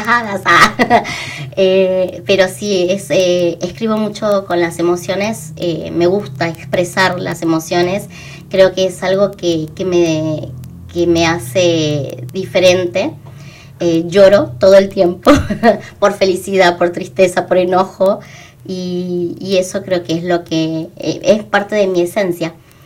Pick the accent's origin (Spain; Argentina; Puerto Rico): Argentina; Corrientes; moved away; lejos de mi ciudad, porque soy correntina, he llegado acá